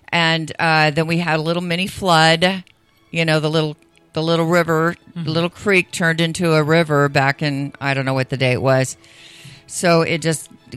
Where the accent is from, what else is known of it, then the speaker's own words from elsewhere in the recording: Sacramento, California, United States; like I grew up in Sacramento and there would be like, if you got through and they played, yeah, this is a request.